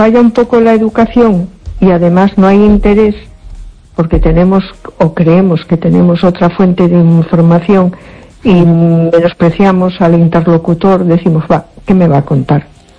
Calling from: A Coruña, Galicia, Spain; de Coruña.

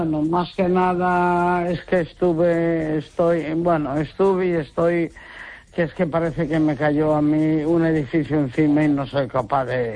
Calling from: Neda, Galicia, Spain

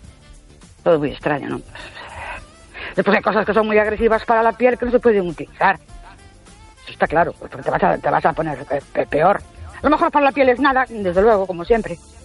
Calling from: Ourense, Galicia, Spain; de Ourense otra vez.

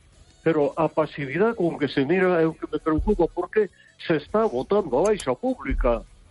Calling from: Vigo, Galicia, Spain; Hola, buenas noches. Soy

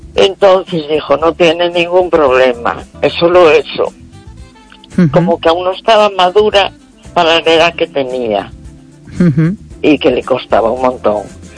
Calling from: A Coruña, Galicia, Spain; de La Coruña.

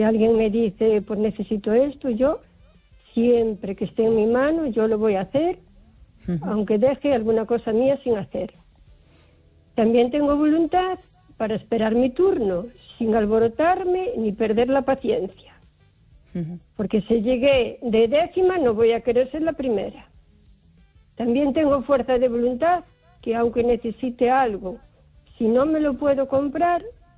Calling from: O Carballiño, Galicia, Spain; Buenas noches, Esther … de Carballiño.

